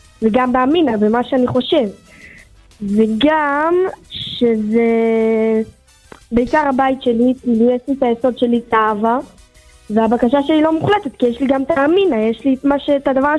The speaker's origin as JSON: {"language": "Hebrew", "town": "Modi'in Illit", "region": "West Bank", "country": "Palestine", "said": "אני ממודיעין עילית."}